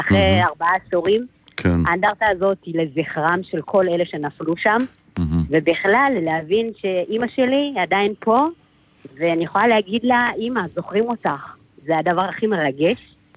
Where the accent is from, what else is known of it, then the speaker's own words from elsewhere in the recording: Pardes Hanna-Karkur, Haifa District, Israel; born there; also born or lived in Ethiopia / Sudan; אני תושבת פרדס חנה, רוב חיי גדלתי פה